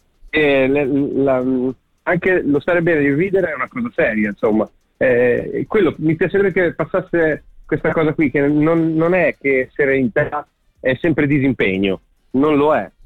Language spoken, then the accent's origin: Italian; Sassuolo, Emilia-Romagna, Italy; Io sono di Sassuolo